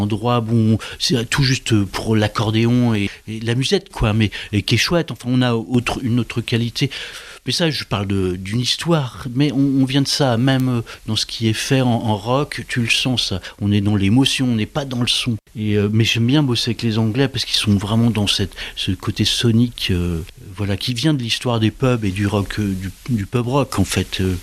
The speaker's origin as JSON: {"language": "French", "region": "Brittany", "country": "France", "said": "je suis hyper bien en Bretagne, enfin, je suis breton à mort, quoi, mais sans les drapeaux, quoi."}